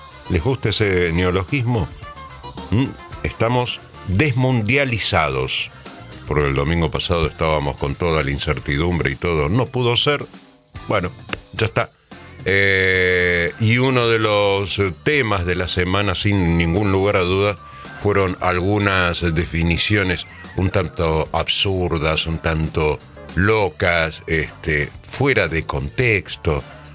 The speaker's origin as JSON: {"language": "Spanish", "country": "Argentina", "said": "acá en mi país, en la República Argentina"}